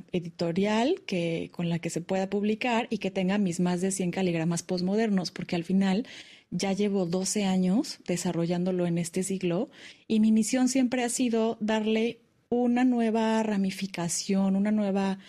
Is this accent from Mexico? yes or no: yes; Mexico; now in Paris, France; Yo como mexicana, la verdad, sí me alzo el cuello